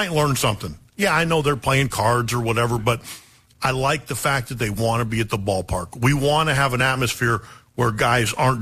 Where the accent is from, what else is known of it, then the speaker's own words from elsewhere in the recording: Pennsylvania, United States; one of her goals for me growing up was that you couldn't tell I was raised in Western Pennsylvania by the way I talked.